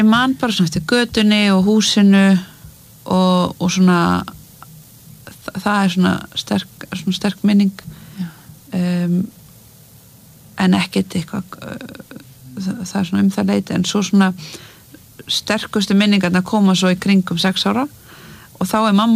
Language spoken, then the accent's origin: Icelandic; Mosfellsbær, Capital Region, Iceland; Já, ég elst upp í Mosfellsbæ með mömmu og eldri bróður mínum og þetta bara svona venjulegt Mosó líf